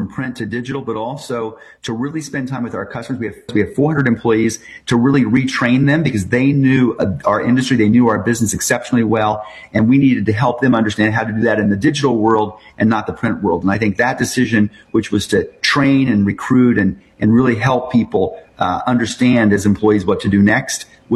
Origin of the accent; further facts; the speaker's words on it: Indiana, United States; moved away; Yeah, I grew up in southern Indiana in a very rural town, 100 people.